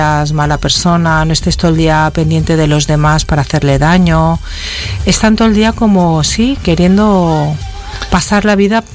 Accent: Catalonia, Spain; Y soy española y soy catalana, pero yo ya no sé a veces qué decir cuando ¿de dónde eres?

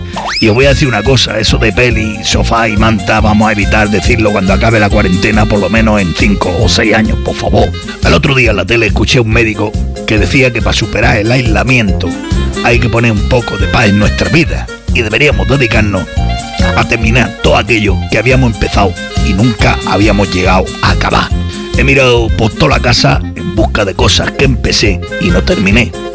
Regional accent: Spain; Como buenos españoles que somos, la única manera de salvar el país es haciendo lo que mejor se nos da.

